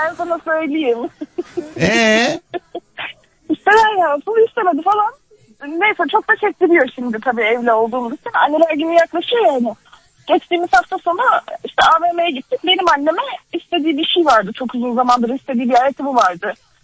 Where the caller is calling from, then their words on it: Ankara, Turkey; Ankara'dan arıyorum.